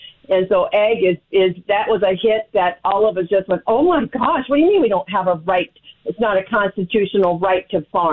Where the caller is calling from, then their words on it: Minnesota, United States; We're not from Minneapolis. We're not Minneapolis. And I'm tired of telling people when I say I'm from Minnesota, but not Minneapolis.